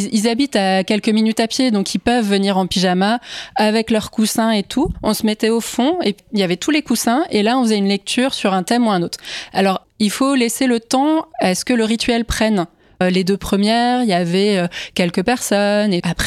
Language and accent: French; Grand Est, France; J'ai grandi en Alsace, hein, donc ça aide avec Tommy Ungerer.